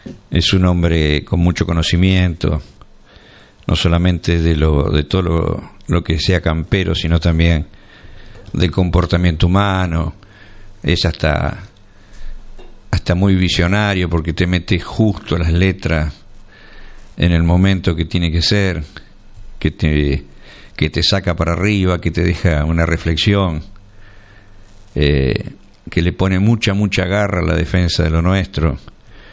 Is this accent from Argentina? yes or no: yes; Argentina